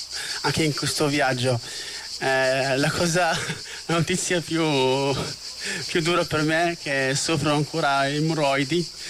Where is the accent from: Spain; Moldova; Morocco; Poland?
Morocco; moved away as an adult; now in Italy; io sono nato e cresciuto in Marocco